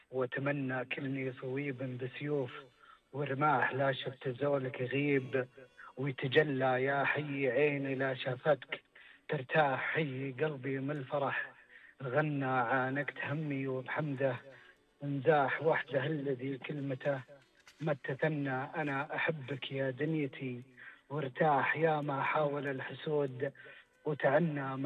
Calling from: Khobar, Eastern Province, Saudi Arabia; من الشرقيه الخبر

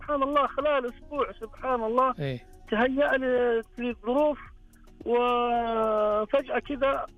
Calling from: Jeddah, Makkah Province, Saudi Arabia

